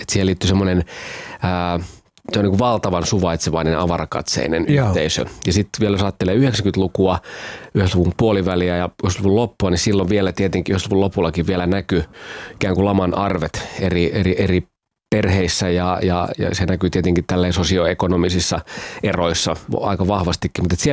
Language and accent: Finnish; Pori, Satakunta, Finland; also born or lived in Kuorevesi; me muutettiin tosiaan silloin sieltä Kuorvedeltä Poriin ja mä aloitin tokaluokan siellä